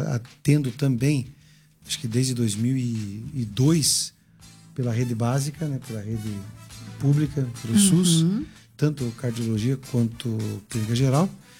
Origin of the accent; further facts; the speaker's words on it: Curitiba, Paraná, Brazil; born there; moved away as an adult; also born or lived in São Paulo; Que eu e minha esposa somos de lá, né? Nós somos de Curitiba, nascidos lá também.